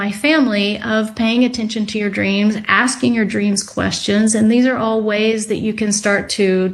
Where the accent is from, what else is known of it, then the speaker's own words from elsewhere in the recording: Texas, United States; I grew up in Texas and found it.